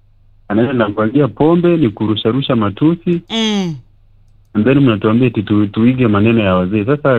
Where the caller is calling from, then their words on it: Kisumu, Kisumu County, Kenya; nilitoka Kisumu kidogo.